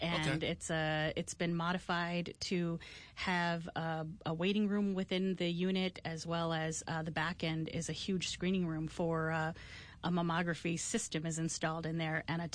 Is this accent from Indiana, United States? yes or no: no; Arizona, United States; first language Navajo; English is a second language; moved away as an adult; now in Upper Peninsula, United States; I am Dene from the Navajo Nation and a family physician and a transplant from Arizona to the UP.